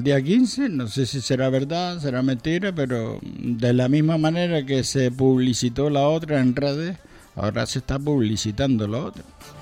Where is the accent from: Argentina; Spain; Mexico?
Spain; Canary Islands; los siguientes somos los canarios, no se olviden de que nos separan 14 kilómetros.